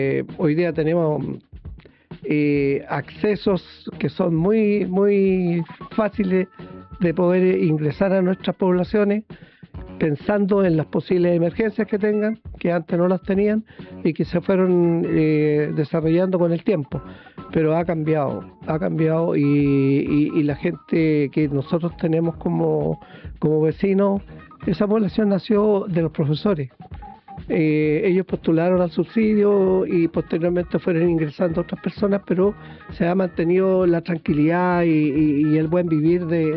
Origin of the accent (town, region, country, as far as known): La Serena, Coquimbo, Chile; born there; also born or lived in Potrerillos, Atacama, Chile; now in Vicuña, Chile